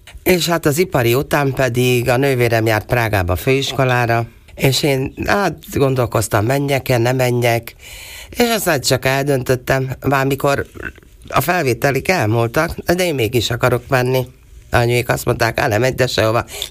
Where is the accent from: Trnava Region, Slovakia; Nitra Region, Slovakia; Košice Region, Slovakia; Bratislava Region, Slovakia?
Košice Region, Slovakia; Veľké Kapušany; Hát én Nagykaposon születtem, oda jártam alapiskolába, és mikor ott befejeztem az alapiskolát, elmentem Kassára